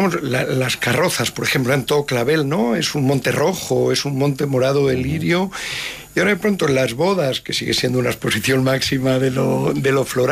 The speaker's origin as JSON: {"language": "Spanish", "region": "Castilla-La Mancha", "country": "Spain", "tie": "born or raised there", "moved": "yes", "said": "lo voy a decir el manchego"}